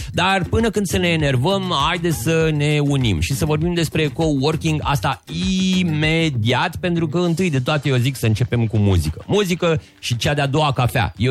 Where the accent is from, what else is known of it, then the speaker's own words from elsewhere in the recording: Suceava County, Romania; eu vin din Bucovina